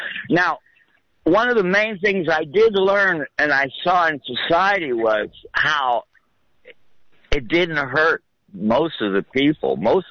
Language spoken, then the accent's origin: English; Pacifica, California, United States; also born or lived in San Francisco; My dad bought a house that's worth $1 million now for $18,500 in Pacifica in 1959. Yeah, we moved from San Francisco down the coast. Pacifica, oh, that was a nice little place to grow up.